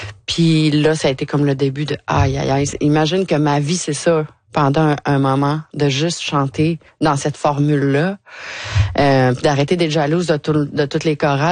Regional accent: Quebec, Canada; born there; moved away; J'étais en Gaspésie.

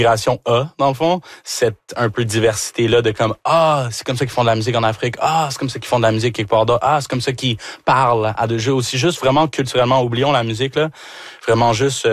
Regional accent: Rouyn-Noranda, Quebec, Canada; Québécois de chez Québécois, là, tu sais, je suis né ici, justement, à Rouyn-Noranda.

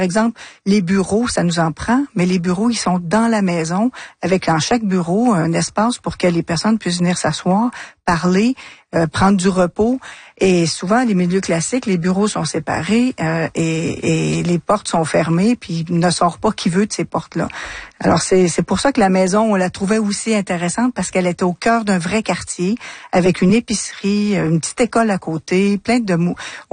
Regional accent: Trois-Rivières, Quebec, Canada; Bien, moi, je suis de Trois-Rivières et depuis l'âge de 21 ans, j'accompagne des personnes qui vivent avec la maladie d'Alzheimer ou une maladie apparentée.

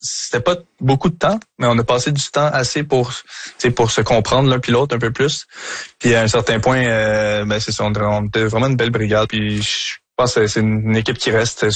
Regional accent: Montreal, Quebec, Canada; je suis Montréalais dans l'âme

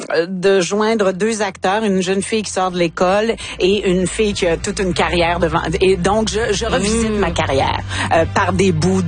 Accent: La Tuque, Quebec, Canada; près de la rivière Saint-Maurice, que je connais bien, puisque je viens de la Tuque, pas loin de Shawinigan.

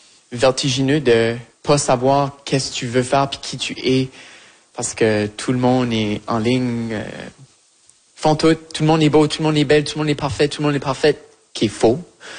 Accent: Shediac, New Brunswick, Canada; accent: Chiac; célébrer le fait que je parle Chiac, que j'ai grandi à Chidiac, que je suis acadienne, que je suis fière d'avoir un parcours à Moncton, au Nouveau-Brunswick.

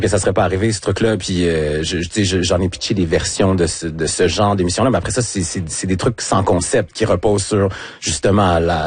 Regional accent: Quebec City, Quebec, Canada; Je pense que tout est arrivé quand je suis parti de Québec. Donc, j'avais 17 ans pour aller à Jonquière, étudier en arts et technologie des, ouais, médias, en radio.

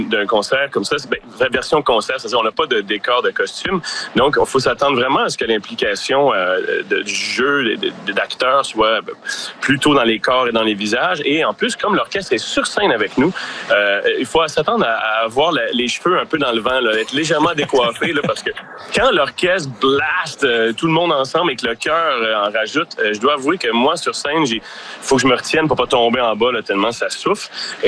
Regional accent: Quebec, Canada; D'où je viens? Moi, je viens de Lanaudière.

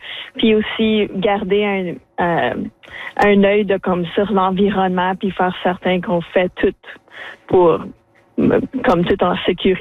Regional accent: Sudbury, Ontario, Canada; Comme je suis de Sudbury, donc toujours être avec l'aspect minier, puis ça m'a toujours intéressé.

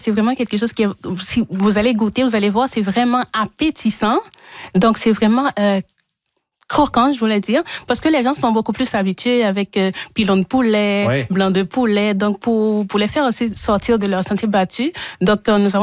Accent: Haiti; Oui, c'est pas comme Martinique ou la Guadeloupe. Chez nous, en Haïti, c'est vraiment.

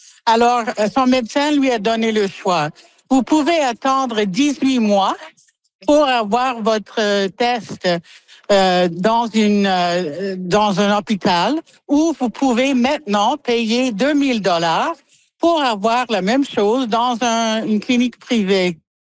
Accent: Saskatchewan, Canada; moi je viens de la Saskatchewan

